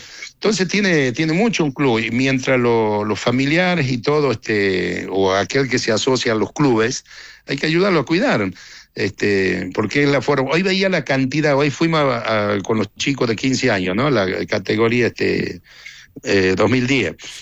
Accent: Chaco, Argentina; born there; acabo de venir porque vengo del Chaco, vos sabés que yo armé una cancha de fútbol allá donde yo

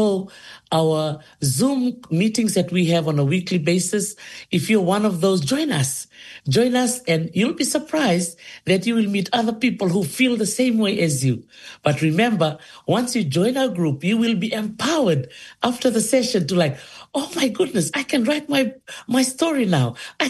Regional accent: Dholisuva, Central Division, Fiji; also born or lived in Kadavu; young girl in Dholisuva village in the province of Naitasiri. That's where I was raised. Even though I'm originally from Kandavu

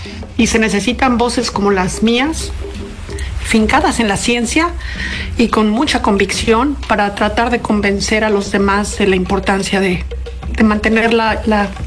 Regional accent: Cuernavaca, Morelos, Mexico; Tuve la enorme fortuna de haber crecido en Cuernavaca

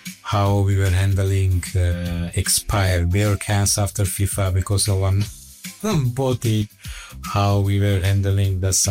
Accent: Armenia; moved away as an adult; also born or lived in Oman; now in Doha, Qatar; So I'm originally from Armenia. Mm-hmm. I'm Armenian. I moved to Qatar in 2022.

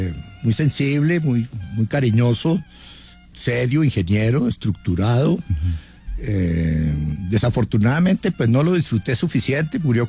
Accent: Bogotá, Colombia; nací en la Quinta Camacho, en la Quinta Camacho monté en bicicleta, en la Quinta Camacho tuve mis amistades

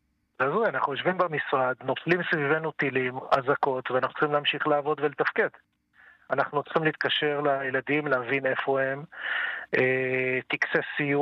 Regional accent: Kiryat Shmona, Northern District, Israel; moved away as an adult; now in Dafna, Israel; נכון, אני מתגורר 35 שנה בדפנה, ואני עד הצבא גדלתי בקריית שמונה

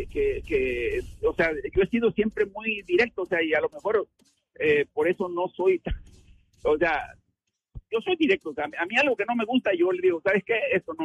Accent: Cosamaloapan, Veracruz, Mexico; Nosotros somos de Veracruz, pero así estamos. Ella es de Orizaba y yo soy de Coatzamalapan.

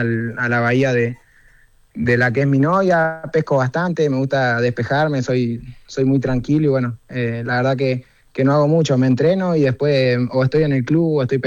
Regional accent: Carmen de Patagones, Buenos Aires Province, Argentina; moved away; also born or lived in Chicago; Yo soy de Carmen de Patagones, pero estás, y ahora estoy en Buenos Aires.

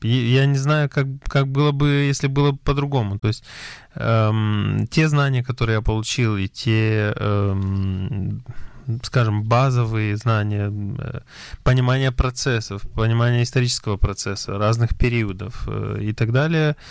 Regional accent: Soroca, Soroca District, Moldova; moved away as an adult; now in Israel; Я родился в Республике Молдова, в городе Сороки, на берегу Днестра. Учился я в том же городе, закончил школу.

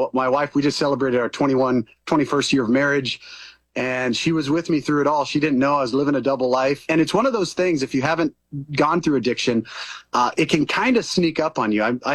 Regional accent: California, United States; moved away; I'm in California, where I grew up in the Sierra Nevada mountains

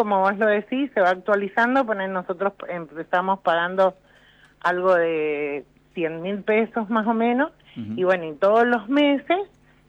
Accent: Rivadavia, Mendoza, Argentina; Muchas idas al banco hipotecario, nosotros somos del este, de Rivadavia.

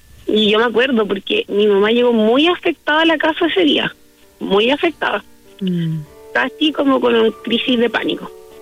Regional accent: Chiloé, Los Lagos, Chile; nosotros somos todos de Chiloé, somos una familia chilota, principalmente mi mamá criada y nacida en Chiloé.

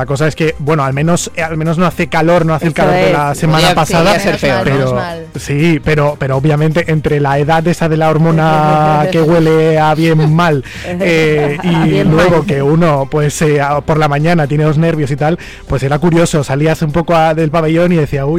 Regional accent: Canary Islands, Spain; yo soy de Canarias y yo soy de Canarias

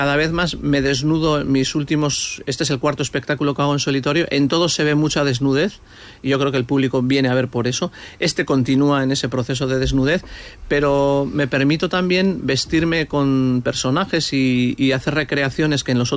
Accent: San Sebastián, Basque Country, Spain; soy un chico de Donosti vasco, de nuestra cultura, y al final siempre me puedo apoyar ahí. O sea, ante la duda yo puedo hablar de nuestras locuras de Donosti, de ser guipuzcoano, de lo diferente que es ser de Bilbao y ser de Donosti, de ser vasco

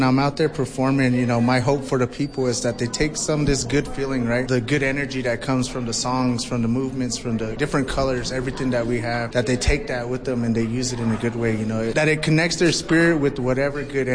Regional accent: Acoma Pueblo, New Mexico, United States; I am from the Pueblo of Acoma. I come from the Big Sun clan on my mother's side and a Little Turkey clan on my father's side.

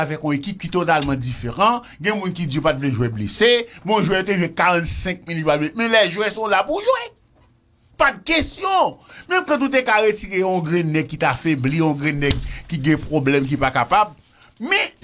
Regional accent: Haiti; Moi je suis un haïtien, je ne le dis pas avec ma bouche, mais je le dis dans mes actes.

